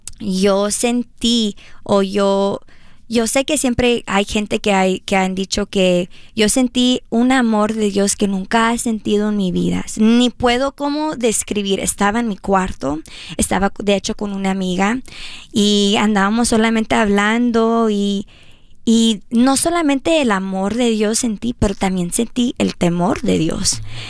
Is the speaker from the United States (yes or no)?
yes; Houston, Texas, United States; Yo crecí en el South East Side of Houston, que yo digo que es Little México por el Hobby Airport.